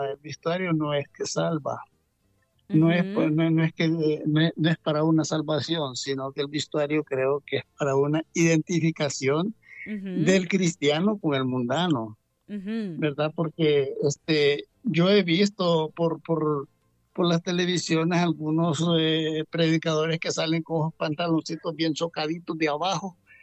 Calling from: San Pedro Sula, Cortés, Honduras

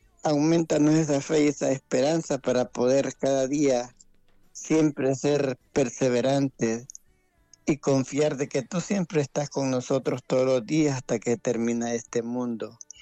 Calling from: Vallecillo, Francisco Morazán, Honduras; de aquí del Río de la Puerta, Vallecillo.

